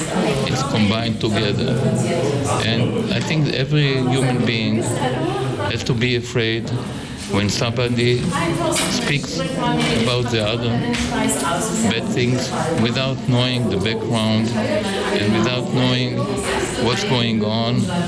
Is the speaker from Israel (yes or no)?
yes; Haifa, Haifa District, Israel; English is a second language; In Haifa, my hometown, where a delegation of the city of Leipzig with the mayor Jung and the synagogue and the Youth Symphonic Orchestra from the Gewandhaus.